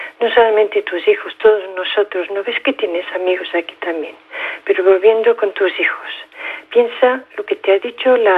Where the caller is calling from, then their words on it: Cerdanyola del Vallès, Catalonia, Spain; yo vivo en Cerdanyola, nosotros vivimos en Cerdanyola.